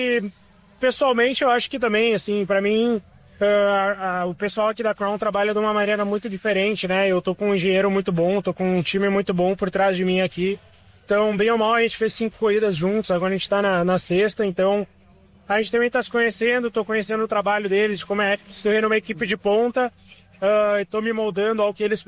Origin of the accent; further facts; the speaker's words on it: Santa Cruz, Brazil; Eu nasci em Santa Cruz e cresci lá.